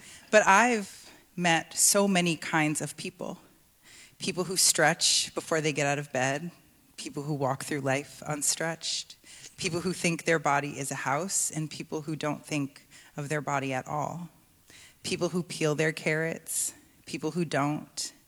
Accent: Hartford, Connecticut, United States; also born or lived in Windsor, Connecticut; And I grew up in Hartford, Connecticut, and Windsor, Connecticut, technically.

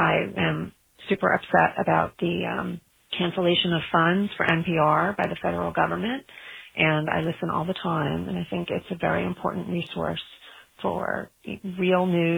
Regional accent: Miami, Florida, United States; I'm from Miami

